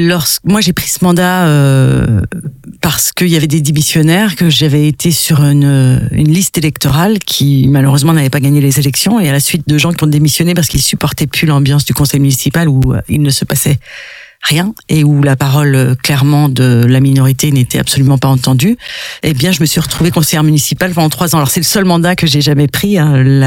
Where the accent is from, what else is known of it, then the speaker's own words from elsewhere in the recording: Glomel, Brittany, France; Moi, je suis de Glomel.